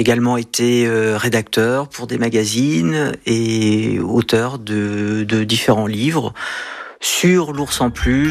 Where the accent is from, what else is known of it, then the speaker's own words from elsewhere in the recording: Trouville-sur-Mer, Normandy, France; born there; now in Brûlon, France; j'ai 46 ans, je suis né à Trouville-sur-Mer dans le Calvados, j'habite Brulon depuis 4 ans